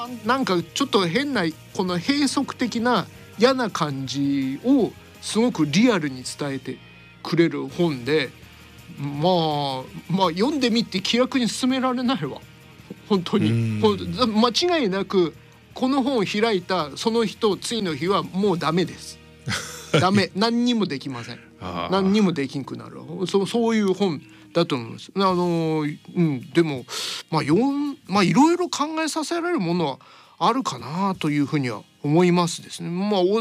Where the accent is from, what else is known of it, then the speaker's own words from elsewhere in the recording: Hokuriku, Japan; まあ俺もね、まあ、言ってないんだけど北陸地方出身なんで、